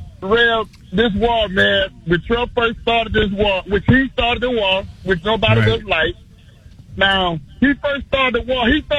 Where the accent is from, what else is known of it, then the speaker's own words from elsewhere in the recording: Mason, Texas, United States; I'm from Mason, Real.